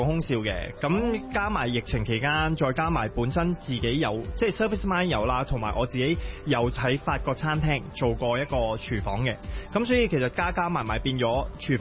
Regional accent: Thailand; Cantonese is a second language; now in Hong Kong; 然后我都会去嗌话啊，我系泰国人嚟嘅，你煮翻泰国口味出嚟得噶啦。

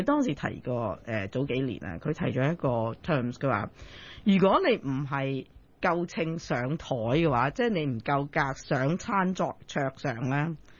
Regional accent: China; 咁我哋而家中國即係作為一個中國人喺生存喺依一個時代係開心好多嘅

